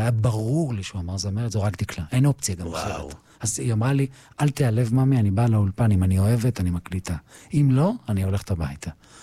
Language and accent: Hebrew; Lod, Central District, Israel; moved away as an adult; now in Tel Aviv, Israel; אני עברתי מלוד לתל אביב, אתה יודע, אני 20 שנה כבר תל אביב, וכמו שהייתי 20 שנה לודאי